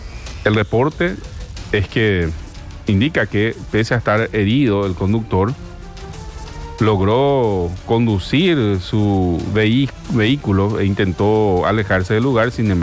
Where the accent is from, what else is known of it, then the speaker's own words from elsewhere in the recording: Paraguay; todos nosotros como paraguayos